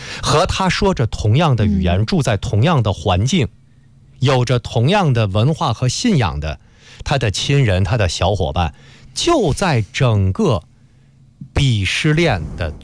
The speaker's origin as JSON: {"language": "Chinese", "country": "China", "said": "我们中国人的这种悲悯之心啊"}